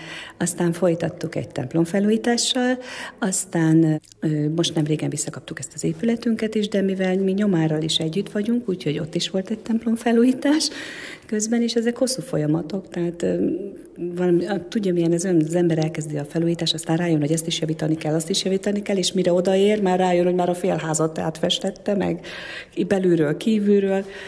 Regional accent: Borsod-Abaúj-Zemplén, Hungary; now in Hangács, Hungary; én egyébként Borsod-Gömöri vagyok

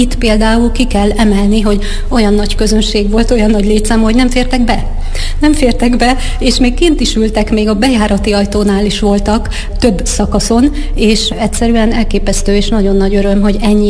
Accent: Szabolcs-Szatmár-Bereg, Hungary; mivel én Szabolcs megyei vagyok

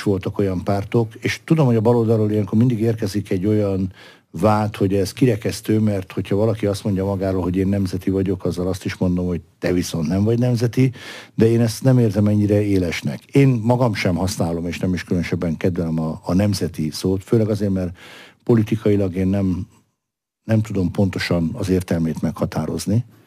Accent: Veszprém, Veszprém County, Hungary; amikor visszajöttem, akkor a szülővárosom, Veszprém készült arra, hogy Európa kulturális fővárosa legyen

